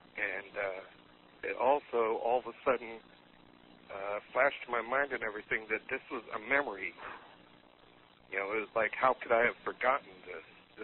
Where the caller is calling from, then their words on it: Bremerton, Washington, United States; in Bremerton, Washington.